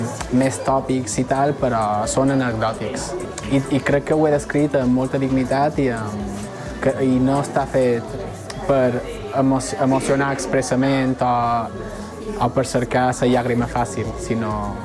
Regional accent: Manacor, Balearic Islands, Spain; moved away as an adult; now in Madrid, Spain; em vaig criar a Manacor i visc a Madrid de fa 5 anys.

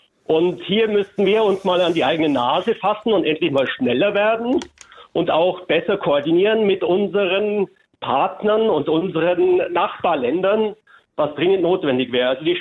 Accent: Sonthofen, Bavaria, Germany; Und also ich bin aus Sonthofen im Allgäu und kenne die Tourismussituation ein bisschen

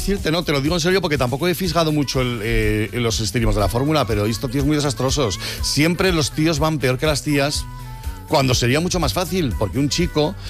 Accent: Madrid, Community of Madrid, Spain; yo soy madrileño, pero soy de madre aragonesa.

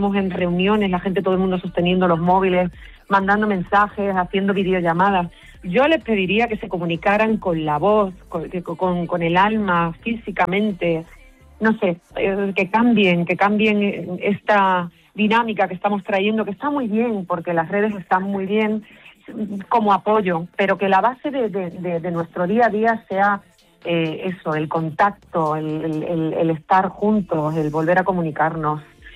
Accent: Community of Madrid, Spain; voy a estar en mi tierra, voy a estar en Madrid

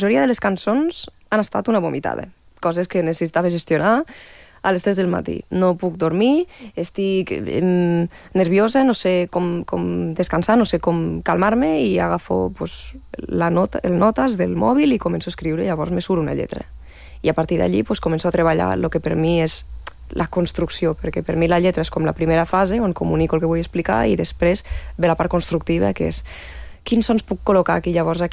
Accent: Lleida, Catalonia, Spain; moved away; on he crescut, a Lleida.

